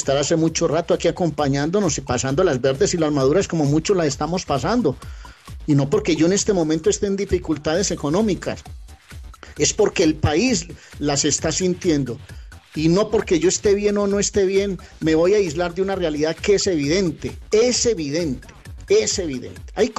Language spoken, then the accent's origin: Spanish; Colombia; Es que está en mi tierra. Esta es mi tierra, y créame, Patojo, que le hablo como colombiano